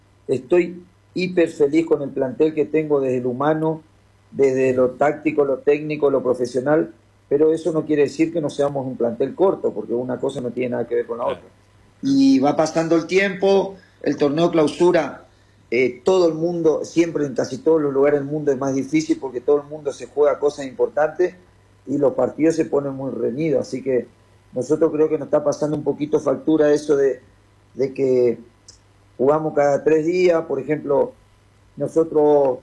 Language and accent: Spanish; Reconquista, Santa Fe, Argentina; also born or lived in Spain; now in Peru; soy argentino, soy de Reconquista, pero hace 24 años que vivo en España. Uh-huh. Ahora hace 3 años, 4 que estoy acá en Perú por motivos laborales